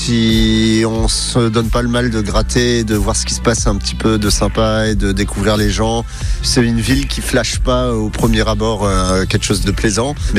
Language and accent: French; Grand Est, France; now in Saint-Brieuc, France; je suis originaire d'Alsace.